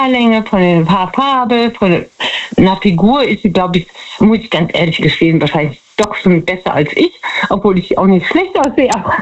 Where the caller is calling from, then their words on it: Betzdorf, Rhineland-Palatinate, Germany; Aus Betzdorf.